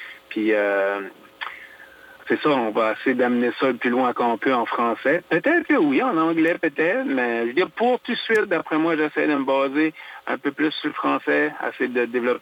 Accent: Canada; on est acadien, mais on a beaucoup d'influence anglais aussi

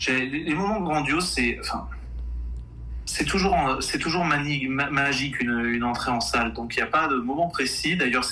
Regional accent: Limoges, Nouvelle-Aquitaine, France; now in Quebec, Canada; Limoges en France. Donc, je suis né à Limoges et j'ai grandi dans la campagne environnante.

